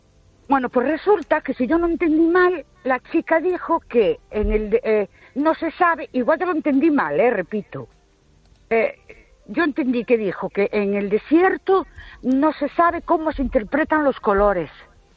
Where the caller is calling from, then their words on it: Ourense, Galicia, Spain; Buenas noches … de Ourense.